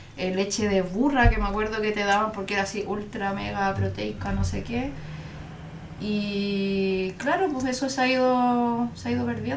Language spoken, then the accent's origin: Spanish; Peñaflor, Santiago Metropolitan Region, Chile; born there; moved away; yo nací en Peñaflor, en la región metropolitana, cerca de Santiago.